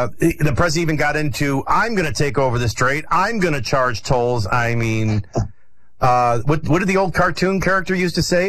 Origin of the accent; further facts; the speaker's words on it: Flint, Michigan, United States; born there; My dad was in radio, and in his journey in radio, I came along while he was living in Flint, Michigan.